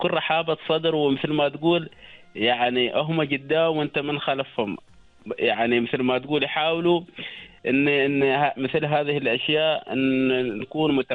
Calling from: Oman; ثقافة لنا احنا كعمانيين

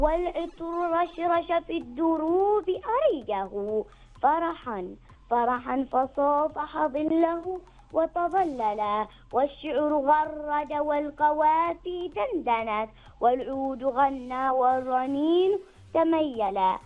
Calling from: Yanqul, Ad Dhahirah, Oman; من ولاية ينقل

